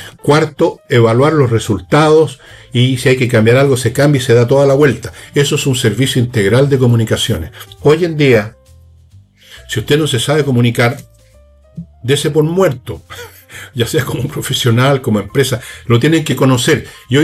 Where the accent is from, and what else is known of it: Chile